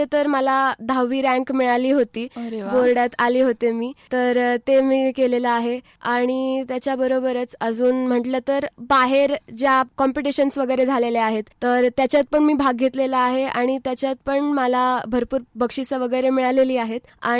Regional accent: Ahmednagar, Maharashtra, India; मी नगरचीच आहे तर इकडेच माझं सगळं बालपण गेलं.

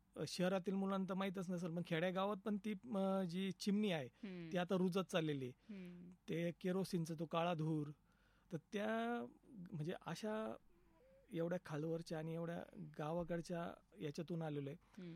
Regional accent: Gujarkhed, Maharashtra, India; also born or lived in Kopargaon; now in Shirdi, India; मी मूळचा येवला तालुक्यातील गुजरखेड या गावचा आहे, पण माझं सर्व शिक्षण वगैरे हे कोपरगाव या ठिकाणी झालं. आणि मी स्थायिक पण शिर्डीचा जाता सध्याला, कारण की काम वगैरे माझं त्या ठिकाणी असल्यामुळे.

